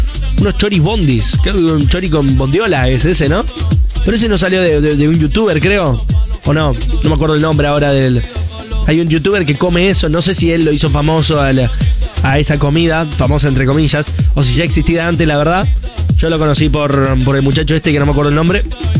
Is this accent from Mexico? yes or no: no; Rosario, Santa Fe, Argentina; Hola Martín, ¿cómo estás? … soy de Rosario.